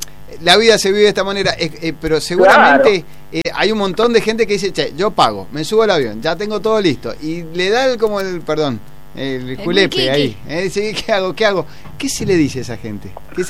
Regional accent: Mendoza, Argentina; Nosotros estamos en Mendoza. Acá somos de Mendoza.

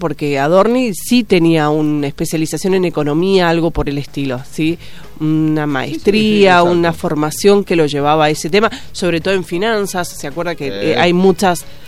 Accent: Argentina

